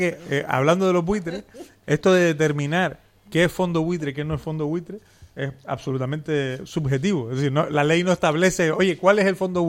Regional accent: Telde, Canary Islands, Spain; Además vengo de Telde. Por lo tanto, he sido concejal 6 años.

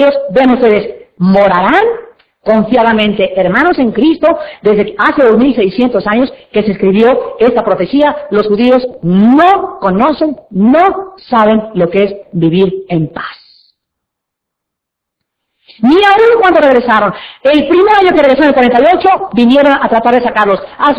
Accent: Mexico; nadie nos robó nuestro nacionalismo mexicano, ni nuestro himno nacional, ni nuestro amor a nuestra patria

